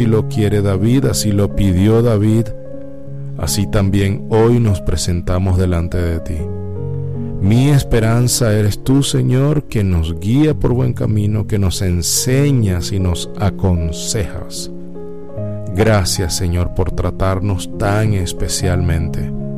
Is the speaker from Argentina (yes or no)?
no; Venezuela; Guíanos como familia venezolana